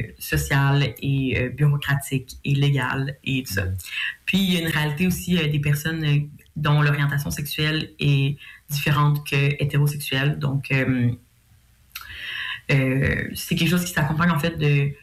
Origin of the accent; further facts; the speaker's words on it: Quebec City, Quebec, Canada; moi je suis de Québec